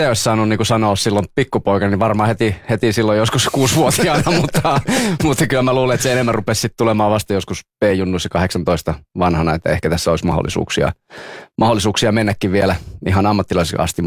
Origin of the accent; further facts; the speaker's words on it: Siilinjärvi, North Savo, Finland; silloin oli meillä Vuorelassa, mikä on just Siilinjärven puolella, niin siellä oli oma joukkue. Vaikka pieni paikka olikin